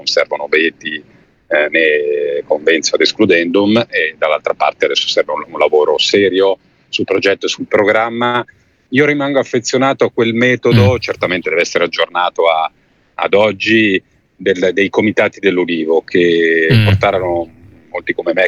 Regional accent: Varese, Lombardy, Italy; Io da lombardo sono molto interessato che il prossimo turno delle amministrative non si vota solo a Milano, si vota a Lodi, a Como, sì, Monza, sì, Varese, certo, che è la mia città

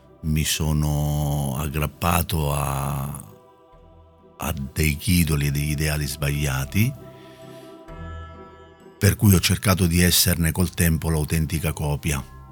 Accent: Catania, Sicily, Italy; also born or lived in Milan; io sono nato a Milano ma sono cresciuto già dalla tenera età a Catania, che come sappiamo è una città ad alta densità di criminalità. Vengo appunto da un quartiere cosiddetto tra virgolette caldo

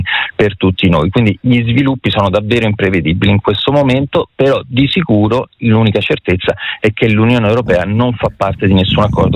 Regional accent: Rome, Lazio, Italy

